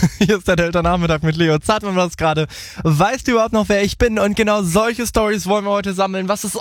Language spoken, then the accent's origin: German; Northern Germany, Germany; Wir kommen aus dem Norden.